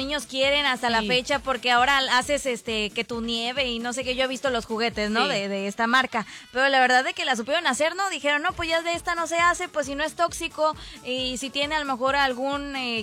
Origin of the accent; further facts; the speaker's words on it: Mexico; Pues somos mexicanos.